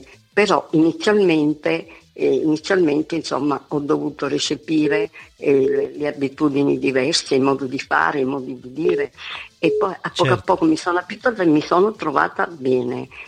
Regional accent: Sciacca, Sicily, Italy; moved away as an adult; also born or lived in near Milan, Lombardy; sono ritornata, sì, sono nata a Sciacca, poi a 27 anni, avevo 27 anni quando me ne sono andata vicino a Milano, sono stata lì 27 anni e poi sono ridiscesa.

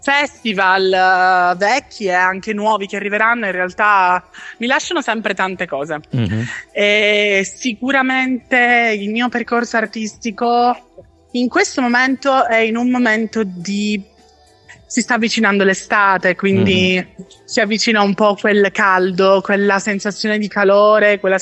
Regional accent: Catania, Sicily, Italy

